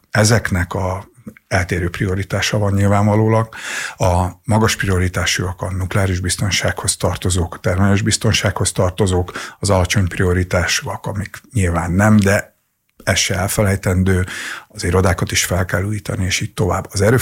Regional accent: Paks, Tolna, Hungary; Paksiként

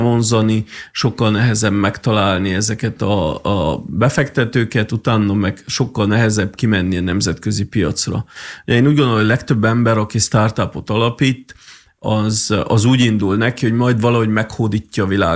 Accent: Transylvania, Romania; moved away as an adult; also born or lived in London, United Kingdom; now in Târgu Mureș, Romania; nem az vonzott vissza Erdélybe, hogy annyira könnyű lenne, hanem messzeletem a szülőföldemet, és itt szeretném felnevelni a gyerekeimet

